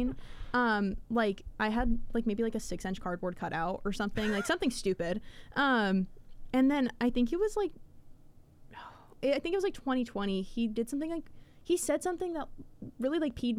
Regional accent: Grand Prairie, Texas, United States; I come from a like very Mexican little town, and it's slowly over the years not become so little.

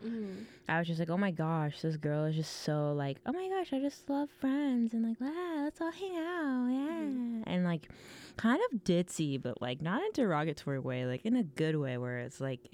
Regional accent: Frisco, Texas, United States; now in Austin, United States; I'm from Frisco

